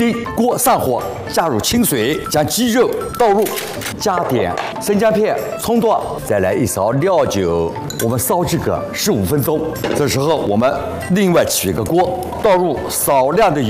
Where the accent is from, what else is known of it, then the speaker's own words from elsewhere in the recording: Nanjing, Jiangsu, China; 真是可以的，因为我来自于南京啊，复制这道菜是很有把握的。